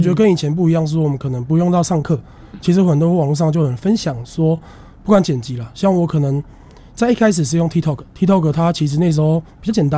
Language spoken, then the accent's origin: Chinese; Taipei, Taiwan; moved away as an adult; now in Tamsui, Taiwan; 因为其实我们淡水，像我自己啦，我其实并不是淡水人，